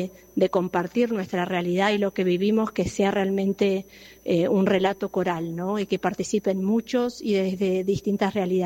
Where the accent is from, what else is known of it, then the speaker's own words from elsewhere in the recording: Uruguay; una linda herramienta de ir preparando el corazón para lo que vamos a vivir como uruguayos